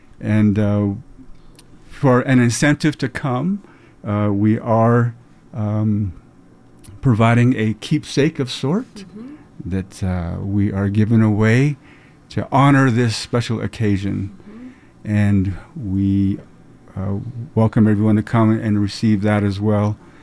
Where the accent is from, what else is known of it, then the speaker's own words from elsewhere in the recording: Montezuma Creek, Utah, United States; now in Salt Lake City, United States; I've lived in Salt Lake City for, you know, over 30 years now. I grew up down in the Montezuma Creek area